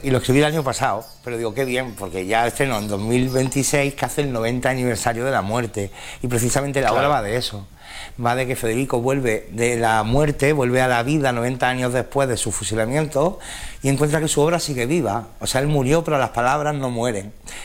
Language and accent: Spanish; San Juan, Andalusia, Spain; now in Linares, Spain